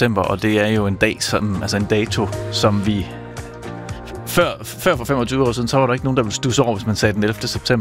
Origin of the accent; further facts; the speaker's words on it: Viborg, Central Denmark Region, Denmark; born there; Jeg var hjemme i Viborg.